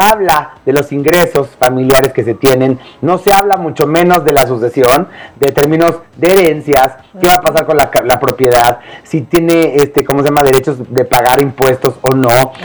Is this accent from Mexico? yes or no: yes; Mexico; que tristemente, Pau, nosotros como mexicanos no tenemos una cultura de ahorro.